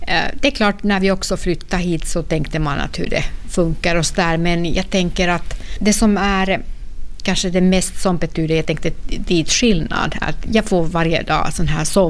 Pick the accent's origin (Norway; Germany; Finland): Finland; Swedish is a second language; now in Sweden; Så att han är också från Finland, men var 2 när de flyttade till Sverige då med sina föräldrar på 60- eller 70-talet då.